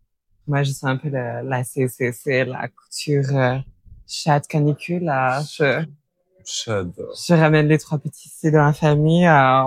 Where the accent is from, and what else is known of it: Normandy, France; moved away as an adult; now in Paris, France